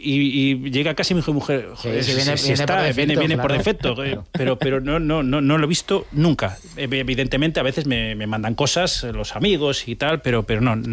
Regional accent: Vigo, Galicia, Spain; Si soy de Vigo Claro

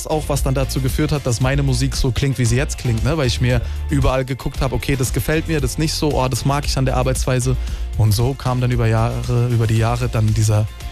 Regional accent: Oberkirch, Baden-Württemberg, Germany; ich bin in Oberkirch geboren und groß geworden

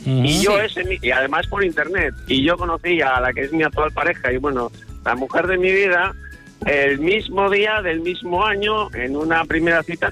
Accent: Valladolid, Castile and León, Spain; born there; now in Galicia, Spain; llevo 30 años en Galicia, pero yo nací, digamos, que empiece en Valladolid.

